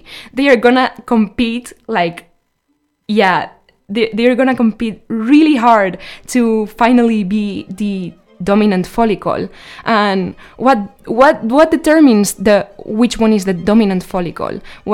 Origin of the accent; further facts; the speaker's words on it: Zaragoza, Aragon, Spain; moved away; Zaragoza, my hometown